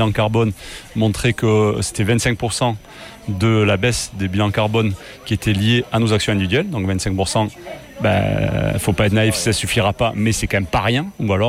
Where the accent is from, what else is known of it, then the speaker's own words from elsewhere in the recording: Carcassonne, Occitanie, France; Moi, j'ai été élevé, je suis de Carcassonne, j'ai été élevé au cassoulet, au foie gras, au magret, etc.